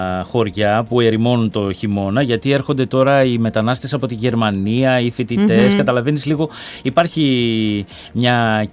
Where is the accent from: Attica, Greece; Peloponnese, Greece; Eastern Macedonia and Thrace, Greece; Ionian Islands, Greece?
Eastern Macedonia and Thrace, Greece; now in Thessaloniki, Greece; πήγα μέχρι την ιδιαίτερη πατρίδα μου, τον Εύρο, το Σαββατοκύριακο.